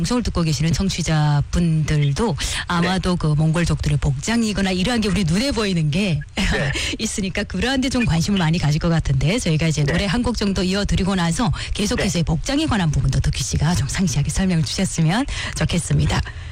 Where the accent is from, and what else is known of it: China